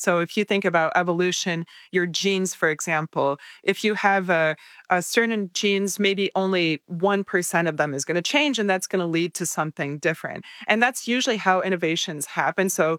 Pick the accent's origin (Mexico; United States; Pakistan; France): France; Paris, Île-de-France; moved away